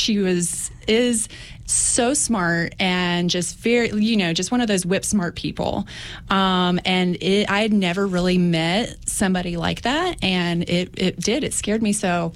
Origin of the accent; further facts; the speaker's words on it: Saltville, Virginia, United States; So I am from Saltville, which is just a couple of miles down the road.